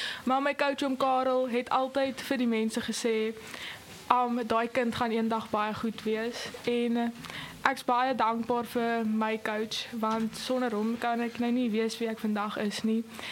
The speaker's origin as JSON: {"language": "Afrikaans", "town": "Dispatch", "region": "Eastern Cape", "country": "South Africa", "said": "ek kom ook van Dispatch af. Ek gaan skool in Hoërskool Dispatch"}